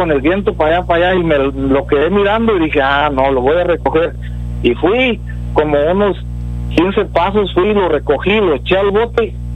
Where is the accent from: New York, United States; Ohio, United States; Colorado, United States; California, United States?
California, United States; now in Alice, United States; pero yo soy de California, pero me tuve que quedar aquí en Alice, porque aquí me soltaron y pues aquí me quedé